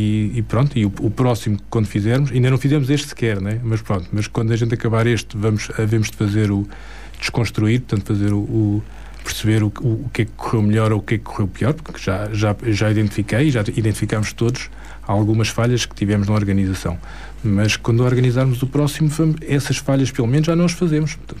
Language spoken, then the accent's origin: Portuguese; Mafra, Lisbon, Portugal; Eu sou de Mafra, nascido e criado.